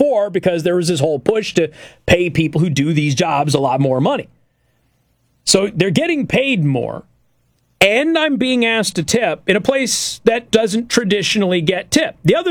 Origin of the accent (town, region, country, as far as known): Las Vegas, Nevada, United States